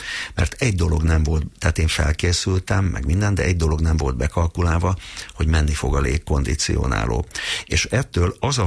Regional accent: Budapest, Hungary; És hogy én ugyanott nőttem fel Pesterzsébeten, ahol a Gáborék is laktak.

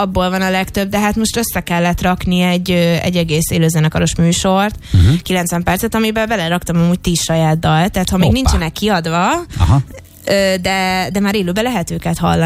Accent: Hungary; magyar vagyok

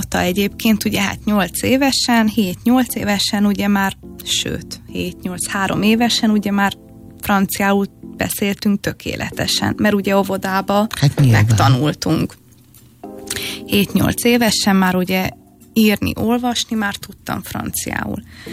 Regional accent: Brussels, Brussels-Capital Region, Belgium; first language Hungarian and French; moved away as an adult; now in Hungary; másfél hónapos korom óta én ugye kint éltem Brüsszelben, én ott jártam óvodába, iskolába, főiskolára, tehát minden kint volt. És aztán 25 évesen, 24-25 évesen hazaköltöztem.

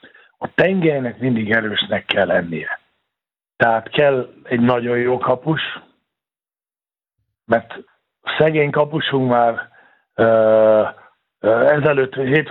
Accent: Békés, Hungary; born there; hát én vidéki vagyok, Kéregyháza mellett születtem

